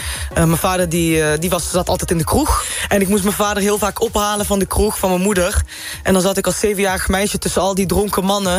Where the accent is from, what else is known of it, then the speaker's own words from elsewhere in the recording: Venlo, Limburg, Netherlands; ik kom uit Venlo, uit Limburg